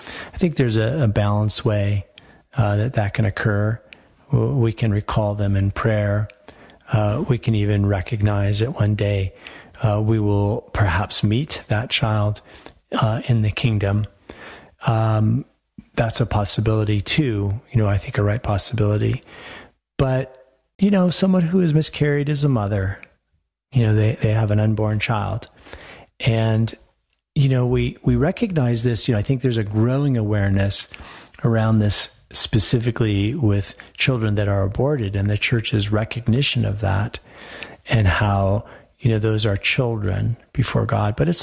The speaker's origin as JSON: {"language": "English", "town": "Denver", "region": "Colorado", "country": "United States", "tie": "born or raised there", "moved": "as an adult", "lives_now": "Northern Colorado, United States", "said": "I loved growing up in Denver, of course, in the, you know, the 70s, I grew up in Denver. It was a much smaller place."}